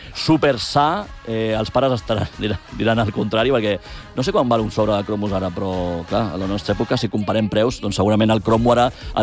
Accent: Barcelona, Catalonia, Spain; com a culers, com a barcelonins

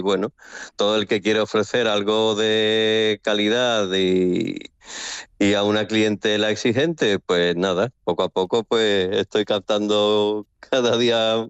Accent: Andalusia, Spain; moved away as an adult; now in Estonia

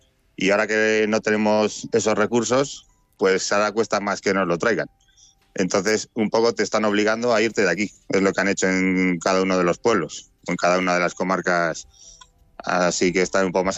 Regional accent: Castilla-La Mancha, Spain; Sí, yo soy de un pueblecito de Guadalajara que se llama Idiepal, que está al lado de Guadalajara. Y ahí es donde me he criado realmente

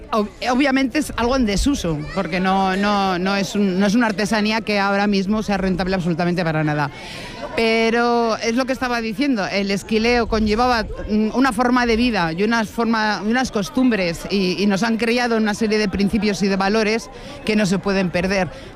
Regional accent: Logroño, La Rioja, Spain; also born or lived in Brieva de Cameros; soy de Brieva de Cameros, casi nazco aquí, porque mis padres vivían aquí en Brieva de Cameros cuando éramos pequeños. Yo soy la cuarta de seis hermanos y justo cuando nací yo ya se bajaron a Logroño.

